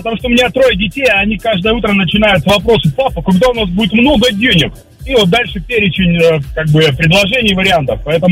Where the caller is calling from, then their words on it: Novosibirsk, Novosibirsk Oblast, Russia; из Новосиба.